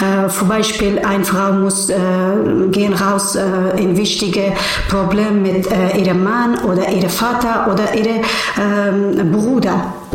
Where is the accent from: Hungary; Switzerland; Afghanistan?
Afghanistan; Kabul; German is a second language; Ich komme aus Afghanistan und ich geboren in Kabul, Hauptstadt von Afghanistan.